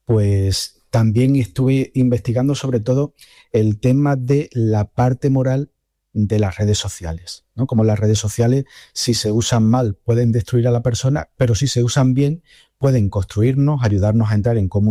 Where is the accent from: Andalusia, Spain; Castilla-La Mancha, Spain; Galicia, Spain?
Andalusia, Spain; Lepe; born or raised there